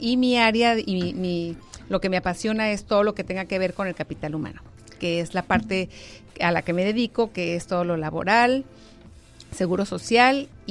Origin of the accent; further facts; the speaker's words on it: Tijuana, Baja California, Mexico; also born or lived in Querétaro; Estudié la primaria en el Colegio La Paz, en Tijuana. Uh-huh. La secundaria también. En la prepa estuve fuera de Tijuana. Mi familia nos fuimos a Querétaro. Y okay. Luego regresé a la universidad y aquí estudié en la UABC.